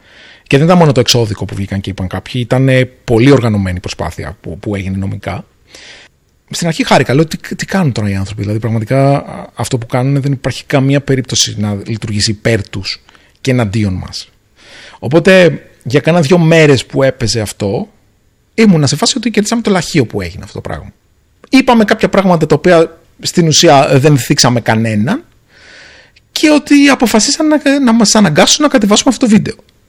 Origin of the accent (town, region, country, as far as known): Greece; now in Singapore